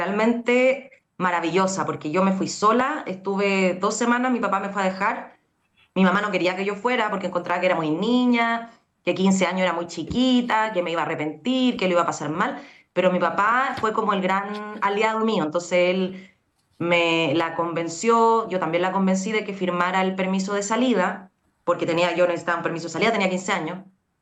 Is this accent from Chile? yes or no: yes; Chile; moved away; yo me fui de Chile siendo como la más destacada de mi generación, una de las más destacadas, y cuando llego a Cuba era la peor de todas, porque el nivel de Cuba con respecto a Chile en el ballet es una cosa pero abismal.